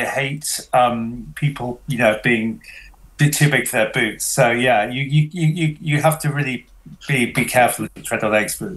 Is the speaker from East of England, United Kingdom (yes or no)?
no; Yorkshire and the Humber, United Kingdom; born there; moved away as an adult; now in London, United Kingdom; I was born near Hull, yeah, and I moved to London many years ago, about 35 years ago, yeah.